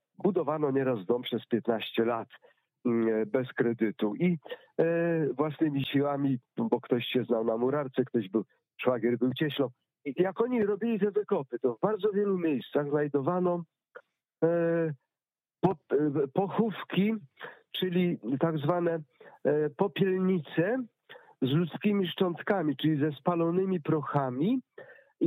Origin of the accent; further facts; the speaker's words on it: Pomeranian Voivodeship, Poland; I chcę opowiedzieć anegdotkę z moich rodzinnych stron, mianowicie Kaszuby